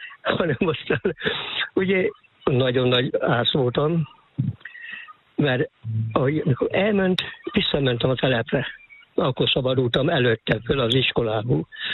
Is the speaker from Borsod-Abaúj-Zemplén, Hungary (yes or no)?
no; Öttömös, Csongrád-Csanád, Hungary; moved away as an adult; also born or lived in Szeged; now in Algyő, Hungary; Nem, ötömösön születtem, öttömös.